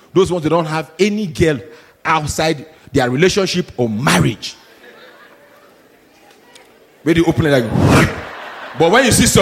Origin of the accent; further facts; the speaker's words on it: Nigeria; And the next thing I thought about, I'm Nigerian.